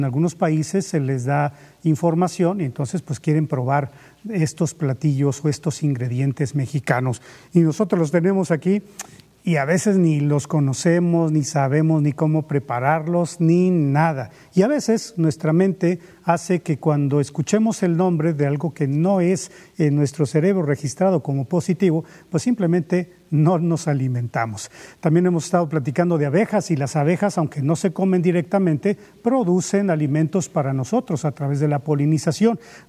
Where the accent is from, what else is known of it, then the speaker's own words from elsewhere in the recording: Actopan, Veracruz, Mexico; La temporada de mangos en mi tierra, ya ve que hemos platicado que en Actopan pues es la cuna del Manila